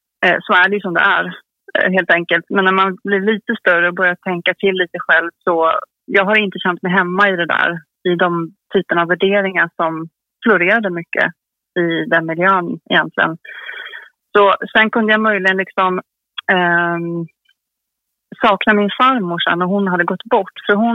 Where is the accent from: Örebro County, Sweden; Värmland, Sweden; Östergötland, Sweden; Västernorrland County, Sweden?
Örebro County, Sweden; Örebro; Jag bor i Örebro. Jag är uppvuxen i Örebro och har bott där hela barndomen och flyttade sen för studier.